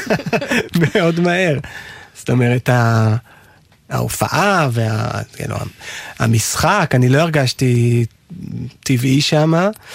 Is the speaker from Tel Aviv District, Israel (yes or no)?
yes; Tel Aviv, Tel Aviv District, Israel; born there; נולדתי בתל אביב לפני 50 שנה.